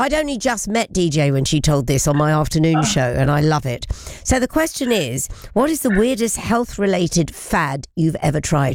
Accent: Australia; I mean, I grew up in Australia. I never saw a kangaroo the whole time I was there, apart from in the zoo.

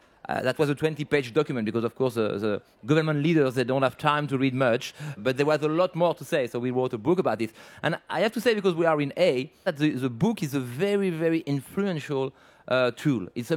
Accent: France; I come from France, and I come from France.

